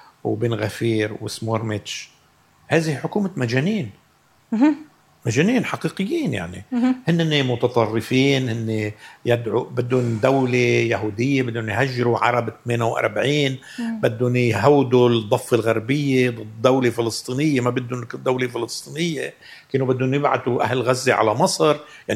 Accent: Lebanon; نحن كلبنانيين

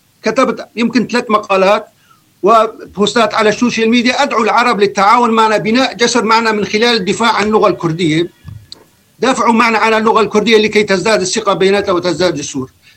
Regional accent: Syria

